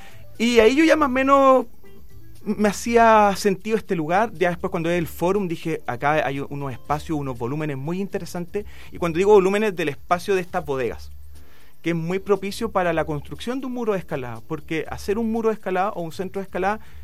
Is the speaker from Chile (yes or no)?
yes; Valparaíso, Chile; entendiendo que si somos porteños, queremos la ciudad